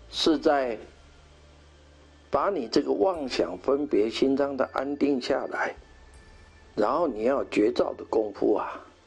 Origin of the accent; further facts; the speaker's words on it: Taiwan; 我们台湾人呢、啊、不错，很喜欢布施，很喜欢做善事，很慷慨